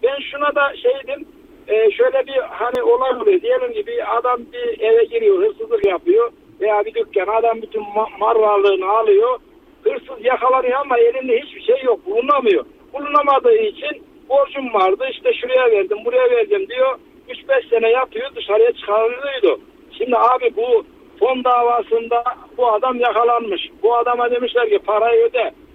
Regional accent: Aksaray Province, Turkey; now in Ankara, Turkey; Şimdi memleketim Aksaray ama Ankara'da olduğum için Ankara'dan diyorum yani şey olarak.

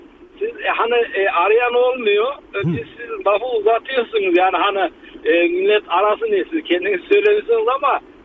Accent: Aksaray, Aksaray Province, Turkey; Yani ben de Aksaraylıyım yani.

